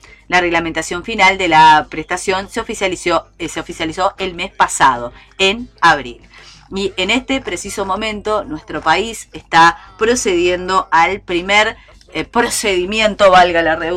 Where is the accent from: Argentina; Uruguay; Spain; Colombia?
Uruguay; esto que nos gusta tanto a los uruguayos